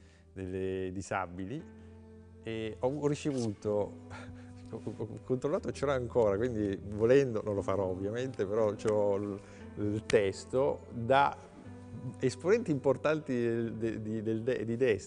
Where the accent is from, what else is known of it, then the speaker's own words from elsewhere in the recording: Palermo, Sicily, Italy; Poi io vengo da Palermo e puoi immaginare quello che c'era